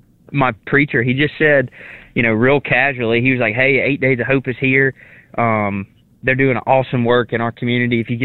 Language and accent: English; Oxford, Mississippi, United States; So like you said, I'm from Mississippi. I'm from Oxford, Mississippi, which is, you know, about 30 miles west of the Tupelo National Headquarters